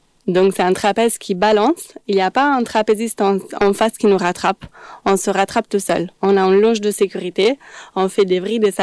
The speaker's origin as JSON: {"language": "French", "town": "Milan", "region": "Lombardy", "country": "Italy", "tie": "born or raised there", "moved": "yes", "lives_now": "Montpellier, France", "said": "Oui, alors moi j'ai grandi en Italie. J'ai eu la chance, dans ma ville à Milan, il y avait déjà un petit chapiteau qui avait surgi."}